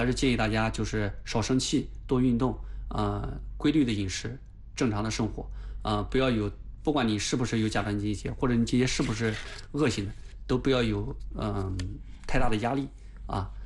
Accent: Anhui, China; 尤其是我们安徽人啊，像我们内地人，这个海产品摄入量本身就很少

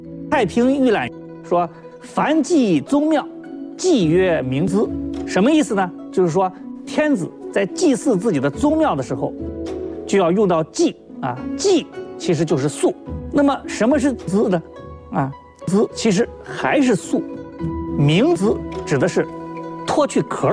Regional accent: China

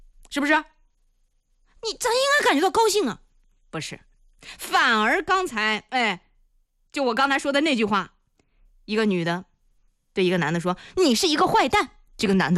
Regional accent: Zhengding, Hebei, China; moved away; 我的老家是在正定这个小县城里啊，我们老家话叫什么呢，叫吃劲儿不大。

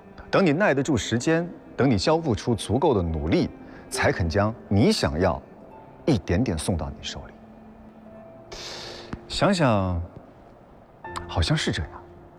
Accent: Wuhan, Hubei, China; born there; 我出生在湖北武汉的一个普通家庭。

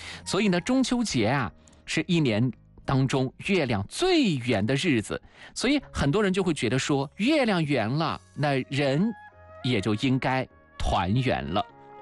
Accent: China

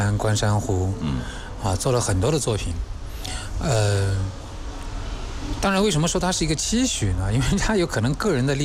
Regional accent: Guizhou, China; 我觉得每一个贵州人都应该去了解、去知道我们的先辈们的事迹。希望看过这部电影的朋友去可以去让更多的没有看过的朋友走进影院去观赏这部电影，去了解关于我们贵州真实的故事。

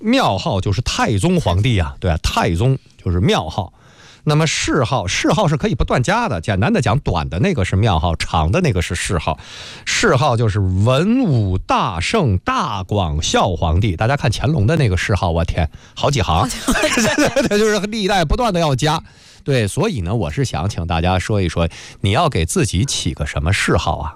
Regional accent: China; 我们中国人为什么说祝您长寿

